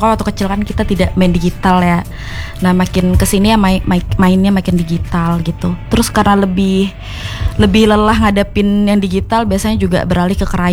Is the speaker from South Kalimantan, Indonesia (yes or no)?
no; Singkawang, West Kalimantan, Indonesia; now in Pontianak, Indonesia; Aku aslinya dari Singkawang.